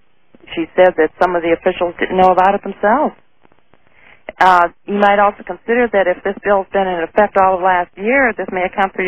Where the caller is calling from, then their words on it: Illinois, United States; I'm calling from Illinois